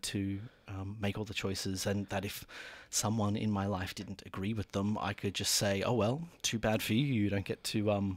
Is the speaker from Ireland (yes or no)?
yes; Ireland; now in Brisbane, Australia; So I'm not originally from Brisbane. I'm originally from Ireland and came out of here in the late 80s. Yes, my darlings, I am older than you realize.